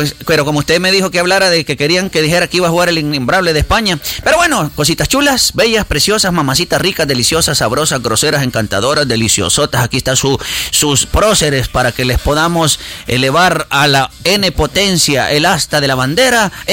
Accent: El Salvador; Vamos como salvadoreños

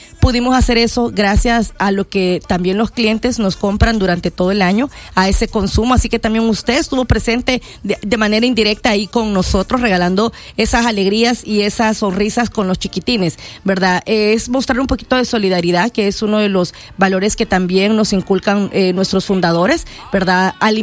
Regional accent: El Salvador; qué mejor que nosotros como marca salvadoreña acercarnos a otros salvadoreños también

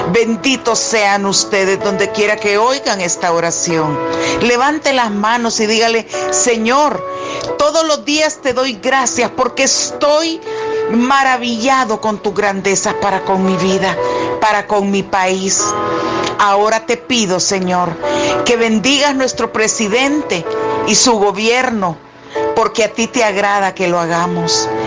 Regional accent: El Salvador

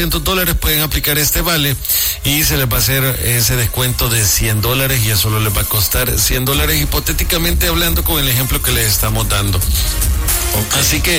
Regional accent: El Salvador; esa percepción tenemos como salvadoreños

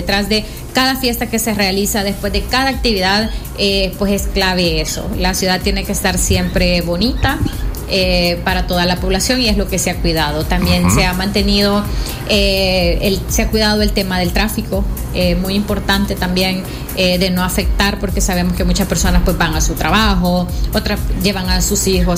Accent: El Salvador

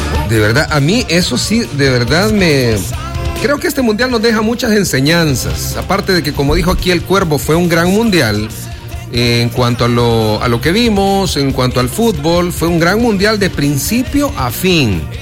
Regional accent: El Salvador; born there; al menos yo no he nacido en Argentina. Ni en España tampoco. Yo nací aquí en El Salvador y siempre lo sostengo.

